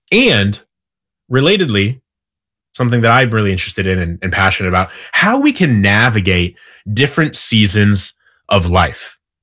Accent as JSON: {"language": "English", "region": "Midwest", "country": "United States", "tie": "born or raised there", "said": "I grew up in the Midwest, so fall typically tended to start closer to September than it does for me now."}